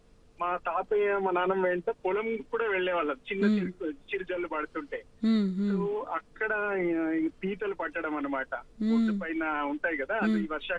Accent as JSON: {"language": "Telugu", "town": "Medak", "region": "Telangana", "country": "India", "tie": "born or raised there", "moved": "yes", "lives_now": "Hyderabad, India", "said": "మాది మెదక్ యాక్చువల్ గా."}